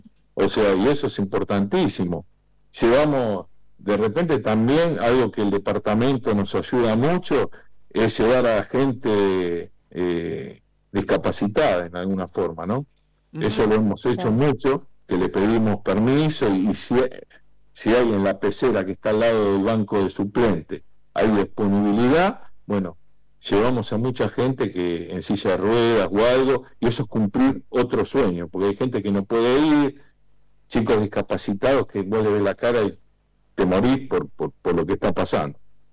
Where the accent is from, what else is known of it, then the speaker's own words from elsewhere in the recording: Buenos Aires, Argentina; moved away as an adult; also born or lived in Oliva, Córdoba; now in Villa María, Argentina; me crié, nací en Olivo, un pueblito, me crié en Buenos Aires y volví hace 20 años, más o menos, a Villa María.